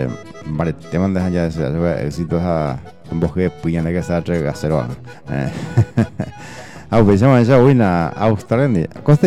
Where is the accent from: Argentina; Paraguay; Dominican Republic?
Paraguay; Como paraguayo que somos, lleva. Buen paraguayo y paraguaya lleva.